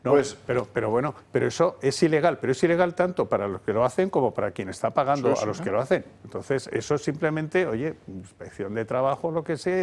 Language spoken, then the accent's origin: Spanish; Spain; al igual que nosotros, que somos españoles, que paguen su